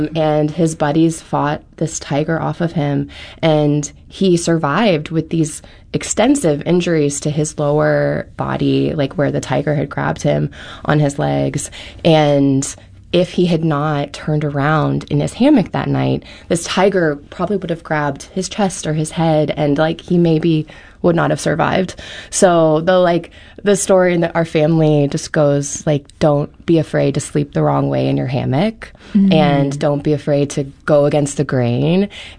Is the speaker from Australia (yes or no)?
no; Apopka, Florida, United States; now in St. Louis, United States; we grew up in Apopka, Florida, on Golden Gem Road, amongst lots of orange groves.